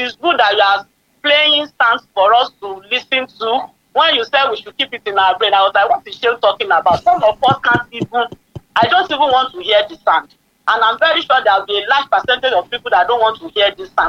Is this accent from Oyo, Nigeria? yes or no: yes; Ogbomoso, Oyo, Nigeria; from Ogbomoso. How are you this morning?